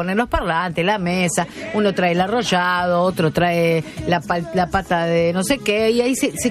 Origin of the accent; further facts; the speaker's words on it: La Plata, Buenos Aires Province, Argentina; A mí me gustaba la época, yo que soy de La Plata, en Olmos se solían poner mesas y salían todos los vecinos.